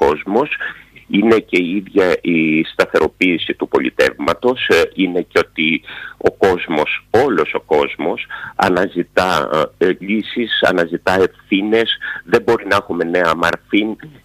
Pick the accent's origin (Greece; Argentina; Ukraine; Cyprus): Greece; Lamia, Central Greece; από την πατρίδα μου, από τη Λαμία